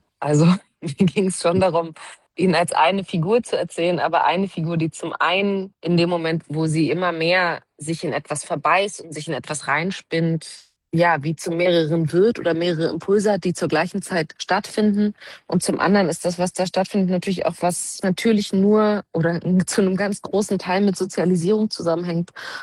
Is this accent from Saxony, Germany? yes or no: yes; Leipzig, Saxony, Germany; Naja, also ich komme aus Leipzig.